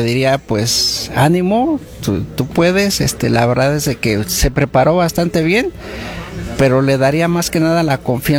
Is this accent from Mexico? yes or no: yes; Tizayuca, Hidalgo, Mexico; Venimos desde Tizayuca, Hidalgo.